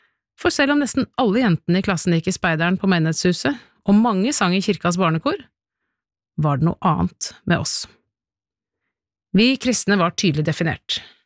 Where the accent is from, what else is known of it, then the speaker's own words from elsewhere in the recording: Oslo, Norway; Jeg har vokst opp på Bekkelaget I Oslo.